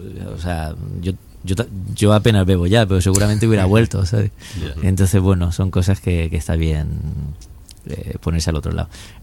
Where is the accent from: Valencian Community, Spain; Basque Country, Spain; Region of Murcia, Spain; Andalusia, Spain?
Andalusia, Spain; accent: Jaén; Y mi acento en el disco, mucho filólogo me dirá, pero ¿qué me estás contando, sabes? Que tiene acento de Jaén en muchas cosas